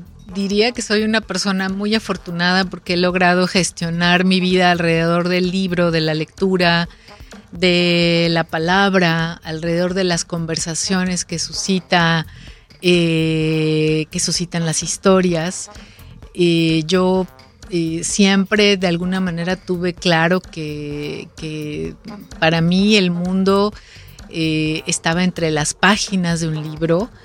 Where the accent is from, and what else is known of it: Cuernavaca, Morelos, Mexico; born or raised there